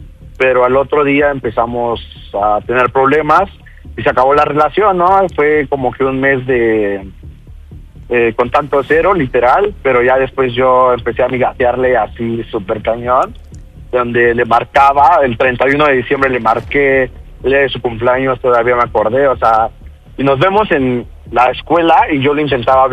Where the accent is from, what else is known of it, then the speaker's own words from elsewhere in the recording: State of Mexico, Mexico; Tengo 17 años y soy del Estado de México.